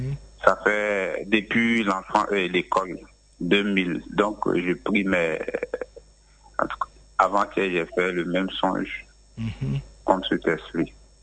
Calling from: Abidjan, Côte d’Ivoire; J'appelle de la Croix, à la Croix, Riviera 3.

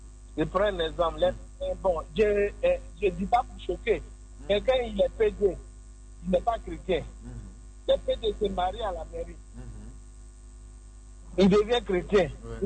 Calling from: Abidjan, Côte d’Ivoire; Je suis à Faya, je suis dans la ville.

